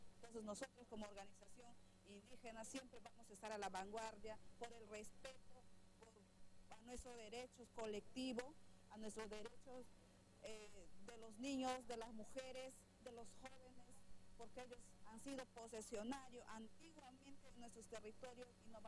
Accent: Ucayali, Peru; de la etnia Xeninca, soy de Perú. Estoy ubicada en la región Ucayali, en la provincia de Atalaya

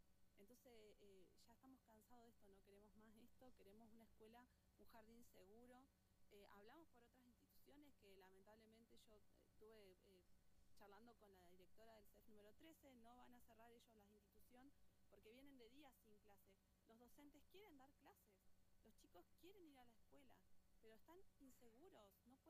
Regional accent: Neuquén, Argentina; Somos nacidos y criados acá en Neuquén

